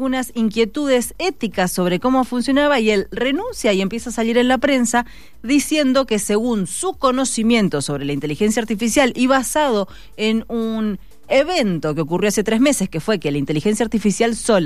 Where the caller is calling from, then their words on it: Carrodilla, Mendoza, Argentina; Buen fin de chicos … de Carrodilla.